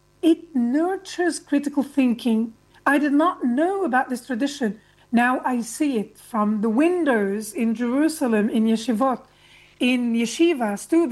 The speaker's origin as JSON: {"language": "English", "country": "Lebanon", "tie": "born or raised there", "said": "I mentioned earlier that I attended a French Catholic school. Growing up in Lebanon meant growing up between Islam and Christianity."}